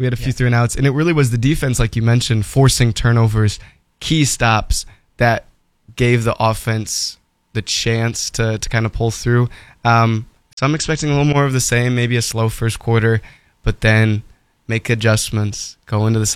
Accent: St. Louis, Missouri, United States; I'm from the St. Louis area

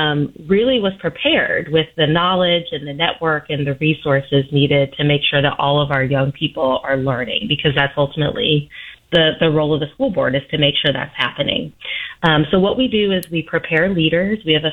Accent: Indiana, United States; now in Chicago, United States; I didn't grow up in Chicago. I'm from Indiana right next door

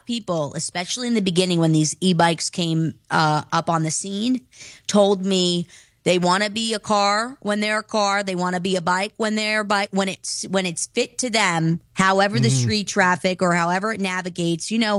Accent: New York City, New York, United States; I'm a New Yorker through and through.

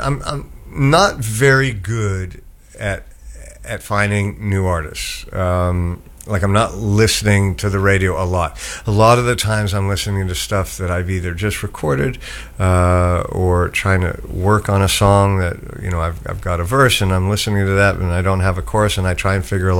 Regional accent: Toronto, Ontario, Canada; So I grew up in Toronto, Canada

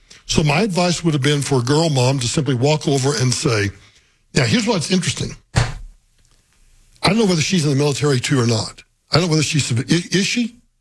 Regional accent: Oklahoma, United States; I'm a lawyer from Oklahoma, and I'm here doing some business

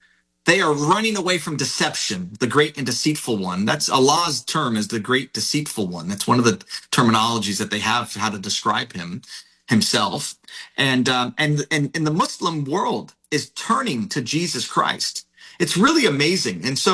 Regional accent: New York, United States; I'm a New Yorker, right?

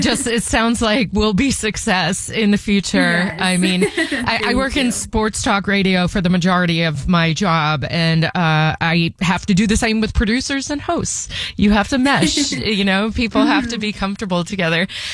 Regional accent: New York, United States; I'm from New York, and I live out here

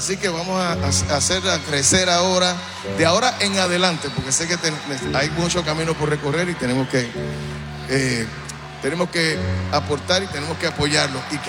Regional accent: Puerto Rico; Yo soy puertorriqueño salsero y agradecido de estas dos naciones que han sido para nosotros un gran apoyo.

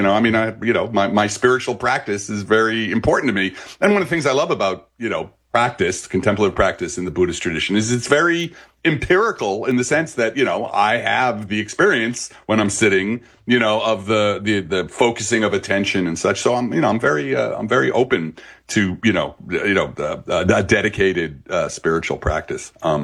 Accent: Belleville, New Jersey, United States

